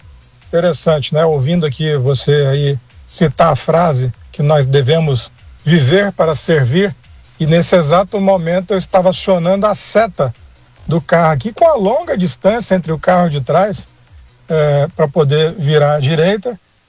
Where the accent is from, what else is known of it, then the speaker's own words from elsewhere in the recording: Goiás, Brazil; eu sou goiano e, infelizmente, esse povo aqui é o povo mais ignorante que existe na face da terra com relação a trânsito.